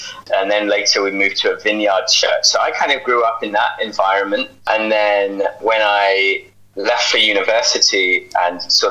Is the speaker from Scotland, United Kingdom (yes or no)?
no; Twickenham, London, United Kingdom; moved away as an adult; now in Canada; Yeah, so I born and raised in Twickenham. No, I'm not a rugby player or fan, but I was born and raised there. Then moved to Aberystwyth, where you and I met to study. And then I went from there.